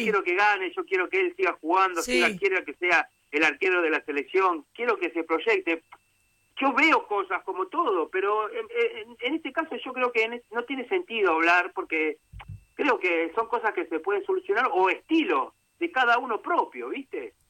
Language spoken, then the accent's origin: Spanish; Argentina; Como argentinos nunca estamos conformes.